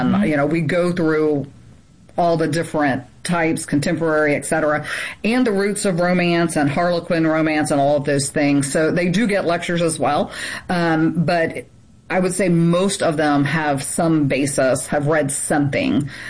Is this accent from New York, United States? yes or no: no; Louisiana, United States; So, I mean, I came from an extremely open background, which is really odd considering I'm from Deep South Louisiana and everything else.